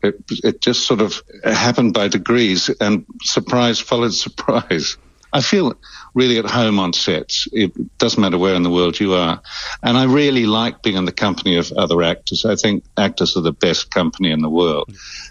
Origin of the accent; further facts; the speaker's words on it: New Zealand; also born or lived in Northern Ireland; I was born in Northern Ireland initially, and then a small town in New Zealand.